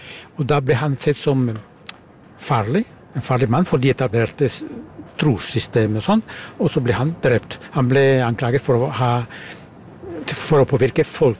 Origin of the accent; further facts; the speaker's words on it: Germany; Norwegian is a second language; also born or lived in Spain; Ja, jeg er opprinnelig tysk.